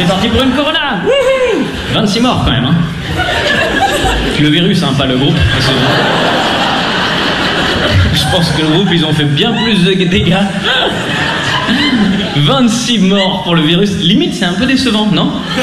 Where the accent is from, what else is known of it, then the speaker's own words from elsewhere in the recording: Lausanne, Vaud, Switzerland; Moi, je viens de Lausanne. Les girons, c'est pour les bouseux, donc... À Lausanne, il n'y a pas de giron.